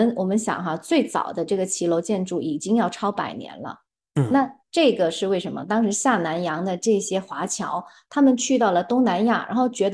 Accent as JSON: {"language": "Chinese", "region": "Guangdong", "country": "China", "said": "我们广东人哈，就具体到潮汕"}